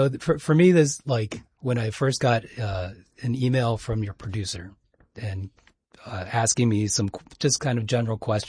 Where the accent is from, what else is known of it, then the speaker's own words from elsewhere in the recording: Cincinnati, Ohio, United States; I'm a Cincinnati guy, born and raised.